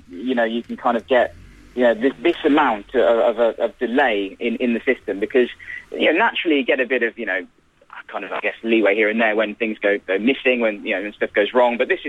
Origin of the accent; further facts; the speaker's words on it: West Midlands, United Kingdom; I'm from Worcestershire. That's where my accent's from, where I grew up.